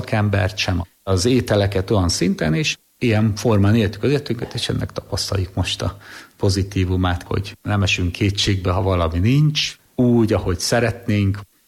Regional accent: Pécs, Baranya, Hungary; now in Vác, Hungary; Vácz deákvári plébános. Pécéről számozom, ott nevelkedtem.

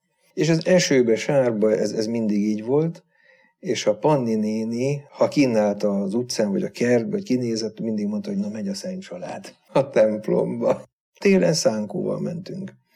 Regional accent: Vác, Pest, Hungary; born there; a Vácon a Kőkapu általános iskolába jártam.

